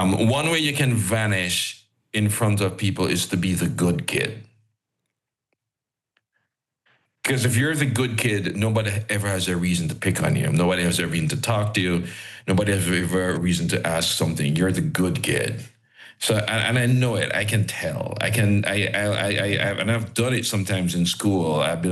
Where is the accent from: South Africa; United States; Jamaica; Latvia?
Jamaica; I'm a Jamaican, I don't need to check anyth